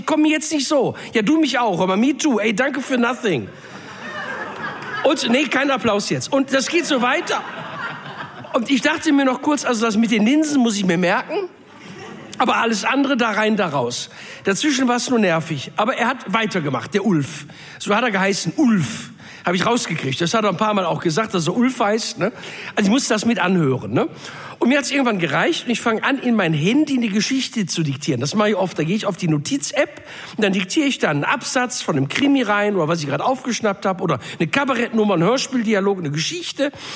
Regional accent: North Rhine-Westphalia, Germany; Bei uns im Pott sagst du Hi-O-Pi zu sowas.

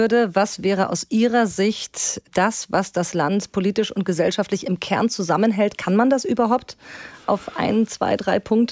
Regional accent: North Rhine-Westphalia, Germany; ich sage immer, ich komme aus dem Ruhrgebiet.

